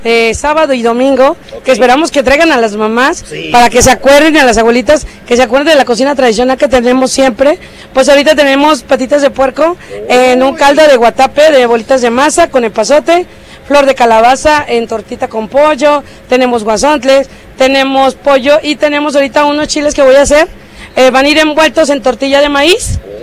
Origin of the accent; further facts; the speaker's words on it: Papantla, Veracruz, Mexico; moved away as an adult; now in Puebla, Mexico; Y yo vengo de la zona de Papantla, Veracruz, pero dicen, no es donde naces, sino donde la haces.